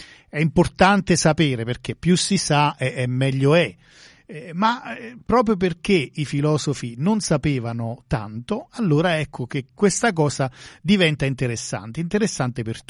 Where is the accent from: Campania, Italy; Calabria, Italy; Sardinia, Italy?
Campania, Italy; San Giorgio La Molara; come si dice al mio paese, a San Giorgio la Molara